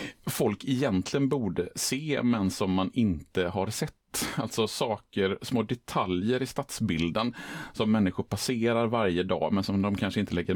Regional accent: Borås, Västra Götaland County, Sweden; moved away as an adult; now in Gothenburg, Sweden; Jag är ju från början inte från Göteborg, utan jag är ju uppvuxen i Borås och flyttade till Göteborg när jag skulle börja plugga här i Göteborg och har nu bott i Göteborg i, ja men nu började närma sig 30 år

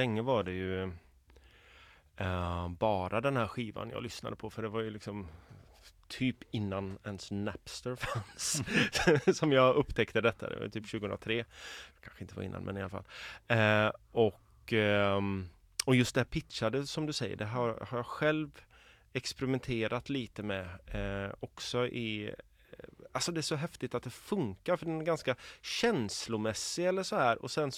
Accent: Borås, Västra Götaland County, Sweden; Det är där jag kommer ifrån, ja.

